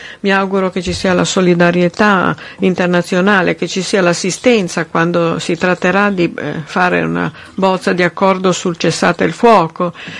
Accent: Russia; Io sono una cittadina russa

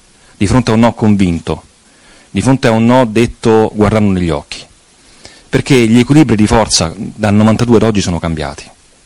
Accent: Rome, Lazio, Italy; now in Sicily, Italy

